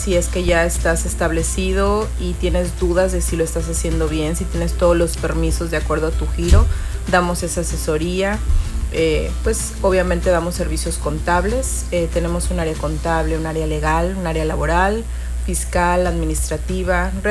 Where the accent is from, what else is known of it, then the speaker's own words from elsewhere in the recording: Mexico; como mexicanos tenemos constitucionalmente derechos